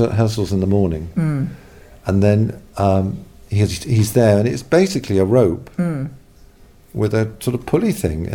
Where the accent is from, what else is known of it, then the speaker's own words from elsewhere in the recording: United Kingdom; Yes, because I am British, and yes, and it is a very British thing.